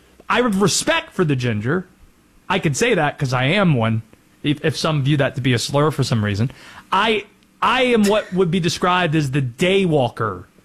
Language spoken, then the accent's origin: English; Baltimore, Maryland, United States; born there; I was born in Baltimore.